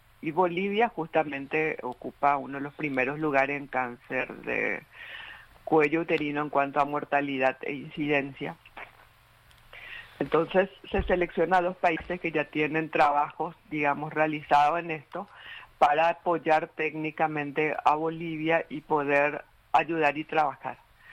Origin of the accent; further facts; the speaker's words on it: Paraguay; por dar a conocer también como paraguayos qué estamos haciendo a nivel de salud pública, a nivel internacional.